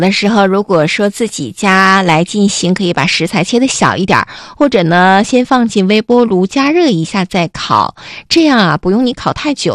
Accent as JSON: {"language": "Chinese", "region": "Northeast China", "country": "China", "said": "你看咱们东北人吃东西啊，口味就是比较浓郁醇厚，"}